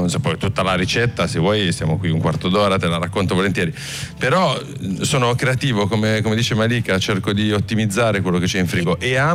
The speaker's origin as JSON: {"language": "Italian", "region": "Piedmont", "country": "Italy", "said": "Sono piemontese, il risotto è una cosa abbastanza facile per noi"}